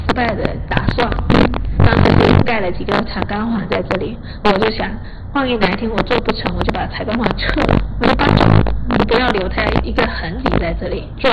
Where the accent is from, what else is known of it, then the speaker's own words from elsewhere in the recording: Fujian, China; 然后而且我从福建来了，很喜欢吃新鲜，不喜欢冰冻的。